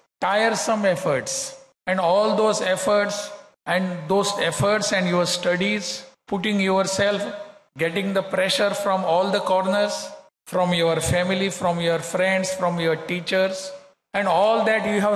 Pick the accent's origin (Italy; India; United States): India; Goa; Even in some places, I am coming from Goa. In Goa, we call learned persons as doctors.